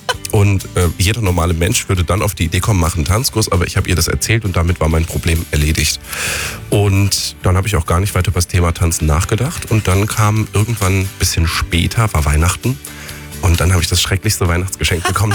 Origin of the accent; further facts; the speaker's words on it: Freiburg, Baden-Württemberg, Germany; ich komme aus Freiburg, bin Tanzlehrer bei der Tanzschule Gutmann und ich liebe Line Dance.